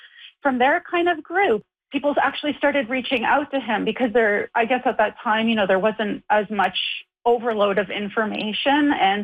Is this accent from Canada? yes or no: yes; Sudbury, Ontario, Canada; So growing up in Sudbury, it was very easy to have access to all of that.